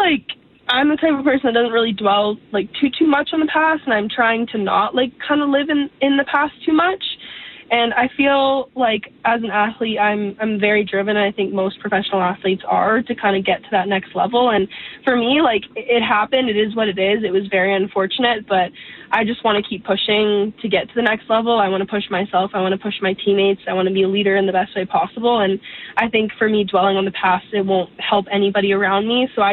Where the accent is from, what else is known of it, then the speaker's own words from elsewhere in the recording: Canada; my first year that I get to play is with my hometown.